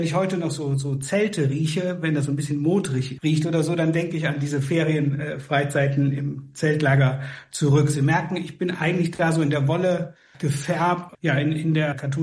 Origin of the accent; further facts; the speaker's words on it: North Rhine-Westphalia, Germany; Nein, ich komme eigentlich aus dem Erzbistum Paderborn. Das Siegerland gehört zu Paderborn, aber Paderborn liegt 200 Kilometer von Siegen entfernt.